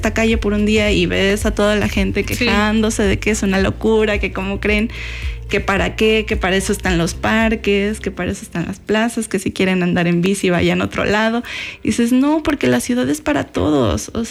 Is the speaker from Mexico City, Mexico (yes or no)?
no; Veracruz, Mexico; moved away; yo vivía en un callejón, yo soy de Veracruz, vivía en un callejón en el centro